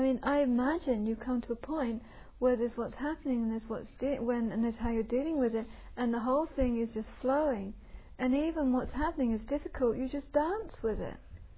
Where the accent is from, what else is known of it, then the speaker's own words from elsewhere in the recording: England, United Kingdom; And being English, so I had kind of interest in this.